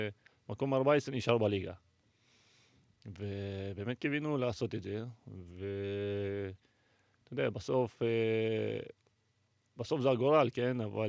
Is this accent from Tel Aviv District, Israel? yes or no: no; Nof HaGalil, Northern District, Israel; גם גדלתי ברחובות שם בנוף הגליל